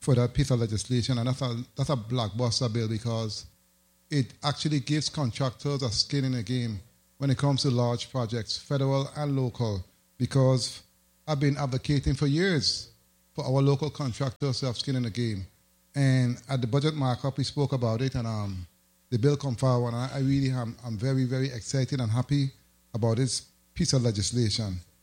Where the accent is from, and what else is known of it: U.S. Virgin Islands; born or raised there